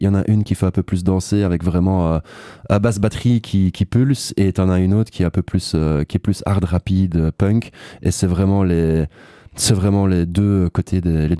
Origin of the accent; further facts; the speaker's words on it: Liège, Wallonia, Belgium; je suis liégeois